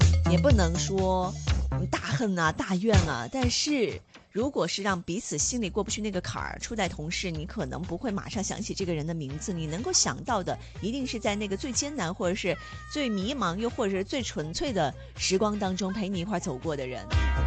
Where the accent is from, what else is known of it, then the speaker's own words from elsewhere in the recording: Guiyang, Guizhou, China; moved away as an adult; now in Haikou, China; 我从我的老家贵州贵阳离开了，然后来到了海口，